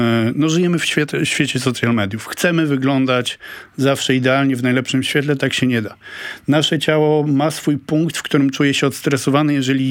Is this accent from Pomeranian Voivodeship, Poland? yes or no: yes; Gdańsk, Pomeranian Voivodeship, Poland; jesteśmy z Gdańska oboje